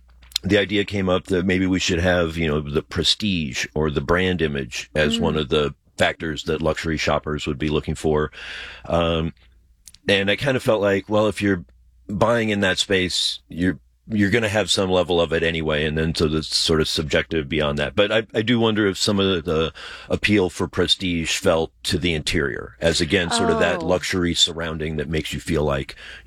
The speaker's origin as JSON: {"language": "English", "town": "Iowa City", "region": "Iowa", "country": "United States", "tie": "born or raised there", "moved": "yes", "lives_now": "Michigan, United States", "said": "my hometown in Iowa City, Iowa"}